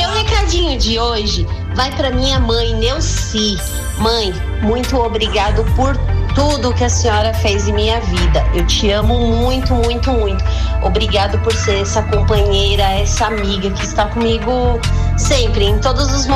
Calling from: São Paulo, Brazil; falo da Fazenda Aricanduva, São Paulo.

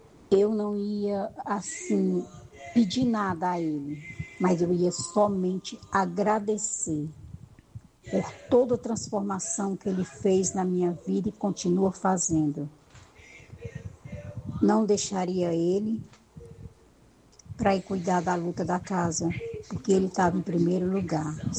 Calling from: Fortaleza, Ceará, Brazil; sou de Fortaleza.

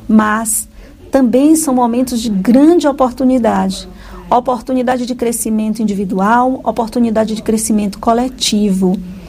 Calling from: Salvador, Bahia, Brazil; Eu sou de Salvador, na Bahia, trabalhadora do Centro Espírita Harmonia. E estou falando aqui da cidade de Winterthur, na Suíça

